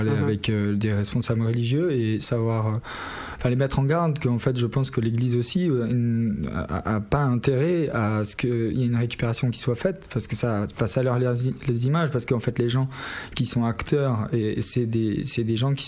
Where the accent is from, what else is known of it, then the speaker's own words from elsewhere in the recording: Saint-Jean-de-Fos, Occitanie, France; Moi, je suis natif de Saint-Jean-Fosse et j'ai grandi ici.